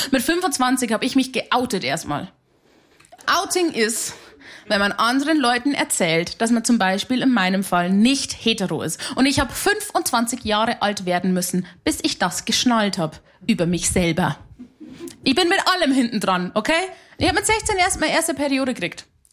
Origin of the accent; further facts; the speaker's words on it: Simbach, Bavaria, Germany; Meine Leitung war sehr lang, weil ich bin aus Hanusdorf bei Simbach bei Landa in der Isar. Da gibt's sowas nicht.